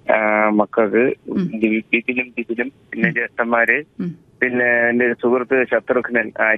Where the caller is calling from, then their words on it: Kadakkal, Kerala, India; ഞാൻ കൊല്ലം ജില്ലയിൽ കടയ്ക്കൽ നിന്നാണ് വിളിക്കുന്നത്.